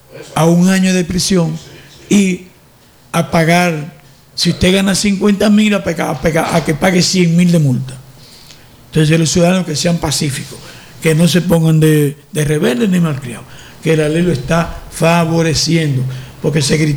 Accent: Baní, Peravia, Dominican Republic; Entonces, eso es bueno decírselo al pueblo dominicano. Específicamente a mi pueblo Baní

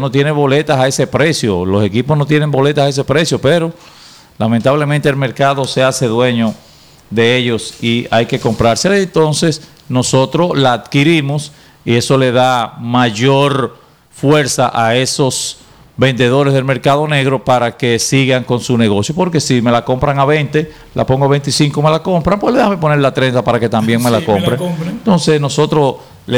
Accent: Dominican Republic; así somos los dominicanos

